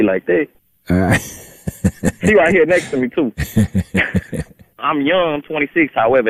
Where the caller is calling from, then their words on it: Montgomery, Alabama, United States; I'm calling from Montgomery, Alabama right now.